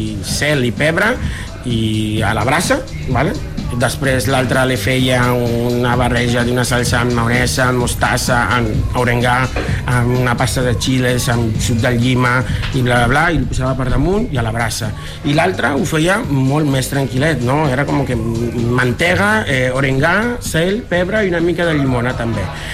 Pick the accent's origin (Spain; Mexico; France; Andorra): Mexico; Sinaloa; explicar perquè és molt del meu poble, d'aquesta regió de Mèxic, que és el nord-oest de Mèxic.